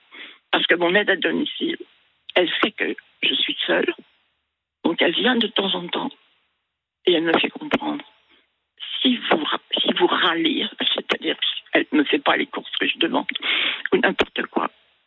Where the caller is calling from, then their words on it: France; Bien sûr, j'ai travaillé à l'étranger. Mais je suis rentrée quand même depuis 30 ans en France. Je suis française de base.